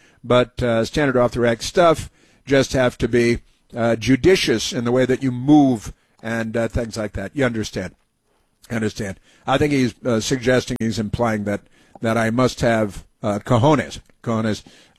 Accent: Chicago, Illinois, United States; when I was a kid, growing up in Chicago, North Shore of Chicago, and my stepfather was tied to the, his family, his whole family was tied to the Chicago Democrat political machine

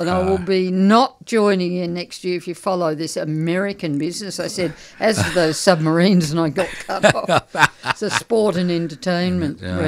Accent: Bendigo, Victoria, Australia; I grew up in Bendigo

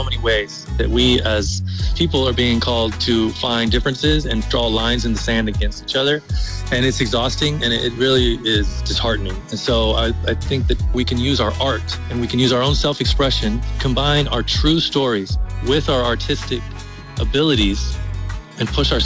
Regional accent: Mission, Texas, United States; I grew up in Mission, Texas, and we're just a few miles from the border.

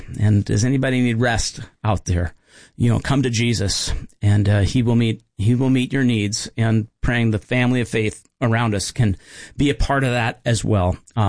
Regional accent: Harvey, North Dakota, United States; also born or lived in Seattle; Well, my first memories are growing up in North Dakota. My dad was a pastor, and I remember about 4 years old, I remember moving out from the Seattle area to a little tiny town called Harvey, North Dakota.

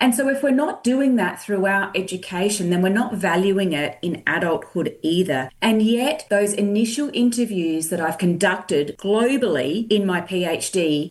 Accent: Adelaide, South Australia, Australia; And how exciting that it's in my hometown of Adelaide too, which is just fabulous.

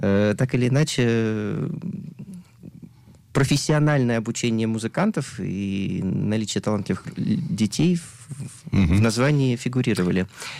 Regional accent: Nizhny Tagil, Sverdlovsk Oblast, Russia; Буду я из России, с Урала, из маленького города Нижнего Тагила, где я родился, начинал учиться там в первой музыкальной школе имени Римского-Корсакова

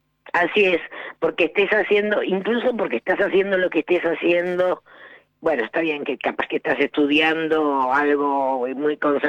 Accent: Lanús, Buenos Aires Province, Argentina; Yo soy de Lanús.

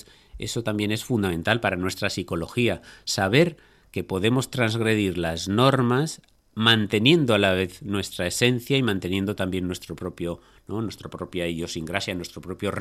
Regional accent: Huesca, Aragon, Spain; born there; yo nací en Huesca, o sea que no tengo nada más que decir, ¿no?

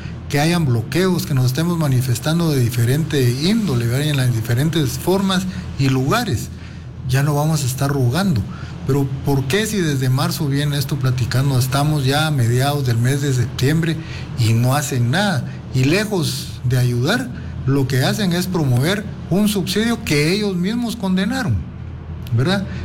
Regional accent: Guatemala

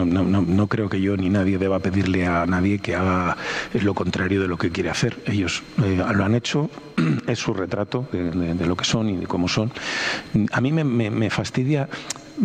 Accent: Valladolid, Castile and León, Spain; Pero yo soy de Valladolid, secretario general provincial de Valladolid.

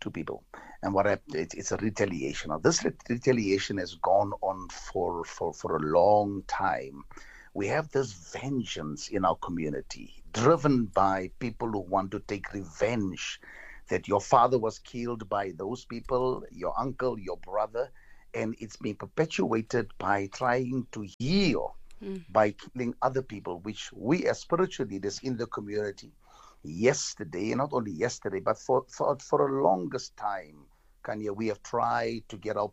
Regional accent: Johannesburg, Gauteng, South Africa; I've been growing up in Westbury. I am 64 years old.

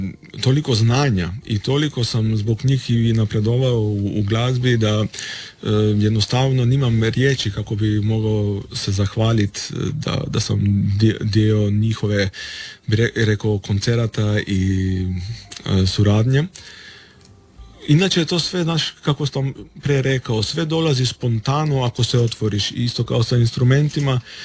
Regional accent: Bitola, North Macedonia; imali smo u Bitolju u mom rodnom gradu koncert, fantastičan, solistički oba, tako da.

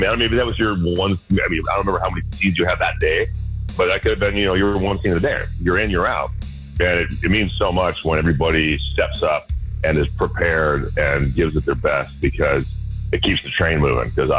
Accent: Berkeley, California, United States; I grew up in Berkeley

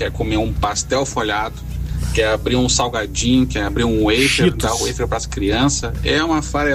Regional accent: Gravataí, Rio Grande do Sul, Brazil; now in Porto Alegre, Brazil; Sou de Gravataí. Tô aqui em Porto Alegre agora.

